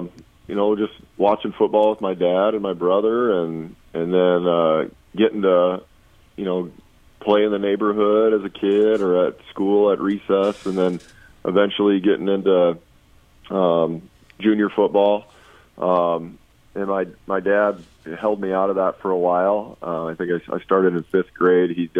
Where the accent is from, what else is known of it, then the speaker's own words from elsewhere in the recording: Sioux Falls, South Dakota, United States; I grew up here in Sioux Falls. I grew up on the west side of town, went to Roosevelt.